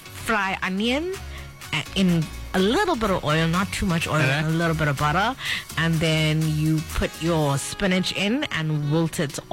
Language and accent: English; Verulam, KwaZulu-Natal, South Africa; I'm from Verulam.